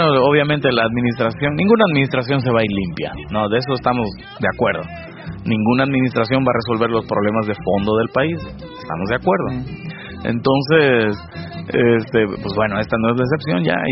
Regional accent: Mexico; born or raised there; moved away

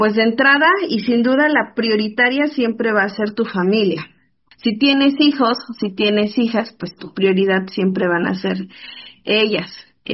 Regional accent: San Miguel Sinacapan, Mexico; Soy originaria de San Miguel, Sinacapan.

